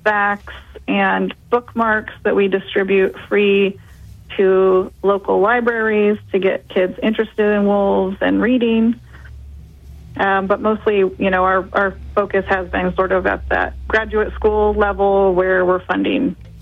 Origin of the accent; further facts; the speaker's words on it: California, United States; I grew up in El Dorado County where there have been, you know, unfortunately, some attacks on humans.